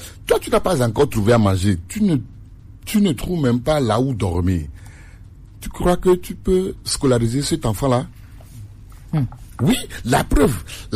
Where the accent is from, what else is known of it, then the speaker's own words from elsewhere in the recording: Togo; parce que moi, je suis Togolais.